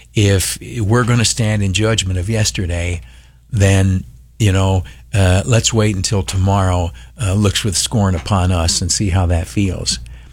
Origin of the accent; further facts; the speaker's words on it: United States; I am an American first.